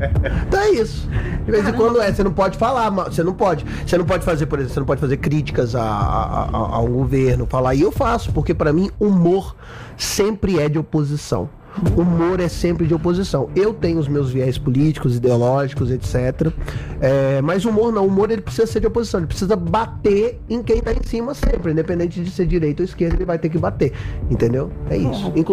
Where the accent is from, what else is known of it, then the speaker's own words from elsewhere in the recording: Guarani, Minas Gerais, Brazil; E eu doei tudo pra Guarani, minha cidade natal.